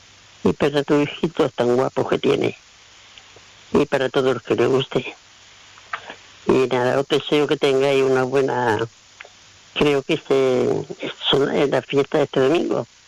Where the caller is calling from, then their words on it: Son Serra, Balearic Islands, Spain; de Sonserra